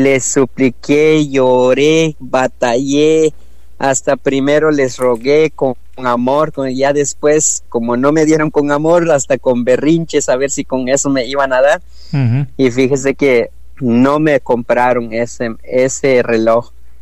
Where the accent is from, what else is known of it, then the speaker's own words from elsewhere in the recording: Guatemala; now in Los Angeles, United States; soy de Guatemala, pero vivo aquí en Los Ángeles, California.